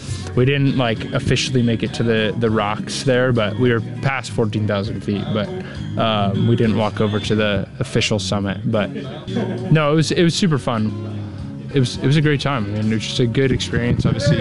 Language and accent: English; California, United States; yeah, just grew up in a great area to be able to go mountain biking, do a little fishing and surfing